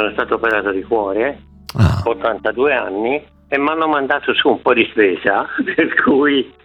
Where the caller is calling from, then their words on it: Livorno, Tuscany, Italy; sono di Livorno.